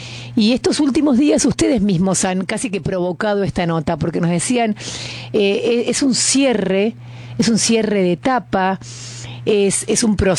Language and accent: Spanish; Argentina; como hinchas, como argentinos